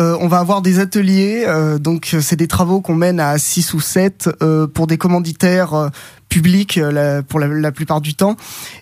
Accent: Marseille, Provence-Alpes-Côte d'Azur, France; moved away as an adult; also born or lived in Hamburg; now in Brest, France; Je suis originaire de Marseille, donc j'ai découvert la ville de Brest que l'année dernière, donc je suis totalement un nouveau breton.

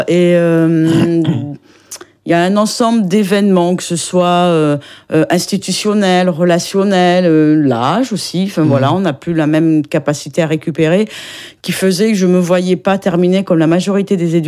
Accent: Langon, Nouvelle-Aquitaine, France; born there; moved away as an adult; also born or lived in Réunion; now in Finistère, France; Je suis du Sud-Ouest, je suis née à Langon. Et je suis partie à 22 ans, travailler 11 ans et vivre 11 années de ma vie à l'île de la Réunion.

